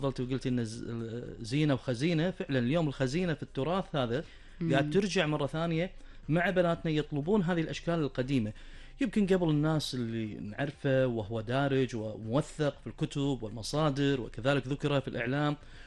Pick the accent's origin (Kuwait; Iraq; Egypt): Kuwait; عندنا بالكويت